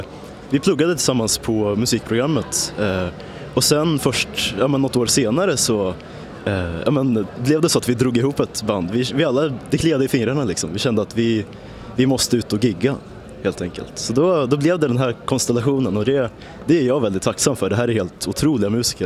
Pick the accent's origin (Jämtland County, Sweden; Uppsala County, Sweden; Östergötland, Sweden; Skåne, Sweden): Jämtland County, Sweden; Åre; Jag är från Åre, basist.